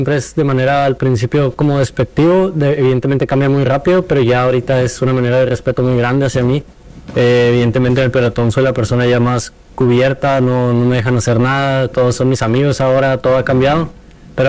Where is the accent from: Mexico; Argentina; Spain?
Mexico; pues somos mexicanos y no por eso vamos a ser menos ni nada, que son muy orgullosos de donde somos